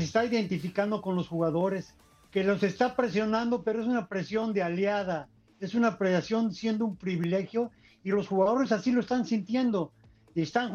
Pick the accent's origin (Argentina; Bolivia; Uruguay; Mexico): Mexico; pues estamos orgullosos de lo que es nuestra nación, porque tenemos todo, y eso estamos diciendo, somos mexicanos y vamos a luchar por ganar.